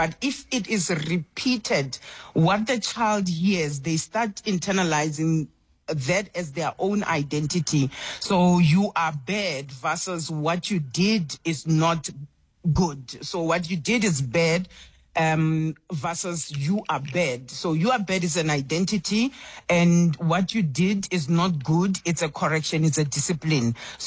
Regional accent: Atteridgeville, Gauteng, South Africa; first language Tsonga; because I went to a Babedi speaking school because of where we grew up in Attridgeville, and because the children knew that I was a Tsonga speaking individual

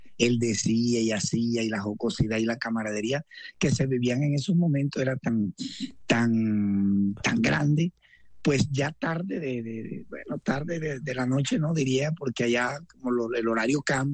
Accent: Caribbean coast, Colombia

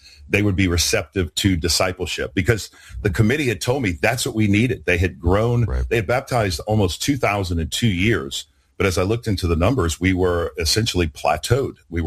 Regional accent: New Orleans, Louisiana, United States; moved away; growing up in New Orleans

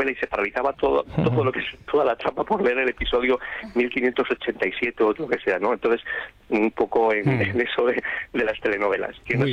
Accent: Torto de Esgueva, Castile and León, Spain; now in Alcalá, Spain; estoy en Alcalá, es un culebrón ya en sí, pero yo soy de Torto de Esgueva, de Burgos, y te mando un saludo desde nuestra tierrilla.

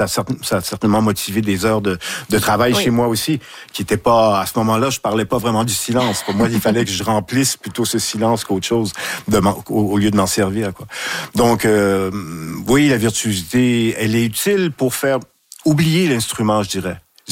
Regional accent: Saguenay, Quebec, Canada; C'est le milieu d'où je viens. Je viens de Saguenay. J'ai été éduqué, élevé à côté de l'usine

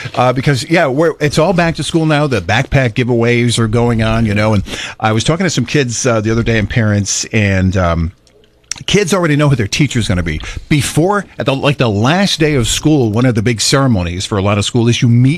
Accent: Rhode Island, United States; growing up in Rhode Island

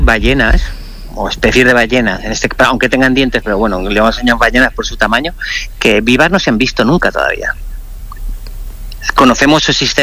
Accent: Balearic Islands, Spain; accent: Mallorquín; first language Catalan (Mallorquín); Spanish is a second language; en mi lengua materna, mallorquín

